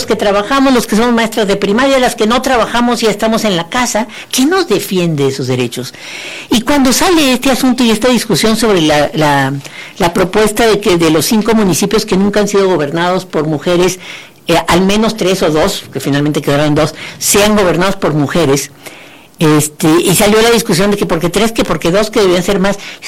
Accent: Querétaro, Mexico; born there; en el lugar donde yo nací, aquí en Querétaro

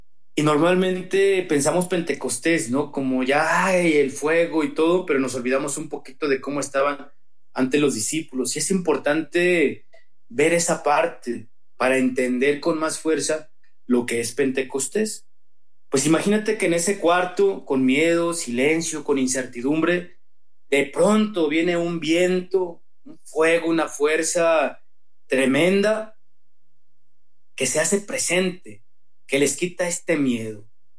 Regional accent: Villa de Reyes, San Luis Potosí, Mexico; now in Irapuato, Mexico; misionero del Espíritu Santo. Soy del municipio de Villa de Reyes, San Luis Potosí. Pero ahorita estoy en el servicio en la ciudad de Irapuato

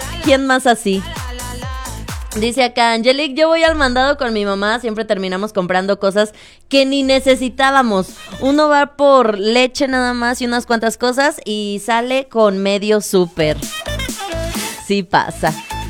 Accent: San Luis Potosí, Mexico; Yo soy potosina. Yo soy de San Luis Potosí. Yo soy de San Luis Potosí, pero estuve un año trabajando fuera.

